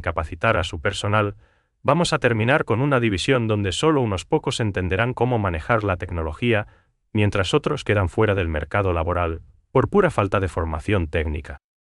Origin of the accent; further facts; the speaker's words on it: Paraguay; esa esencia que nos hace únicos como paraguayos.